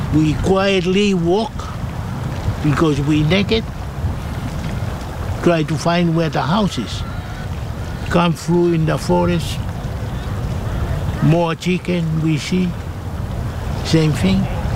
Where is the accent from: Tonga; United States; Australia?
Tonga; born or raised there